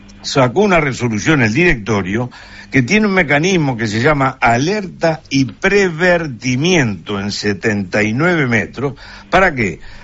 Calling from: Durazno, Uruguay

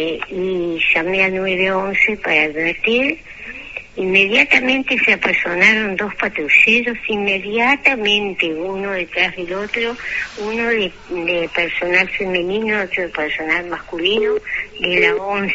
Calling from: Rocha, Uruguay; Yo tengo familiares, yo soy de Rocha, tengo familia en todo Cebollatí.

